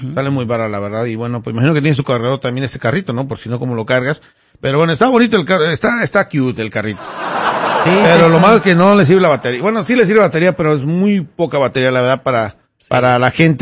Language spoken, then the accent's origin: Spanish; Mexico; moved away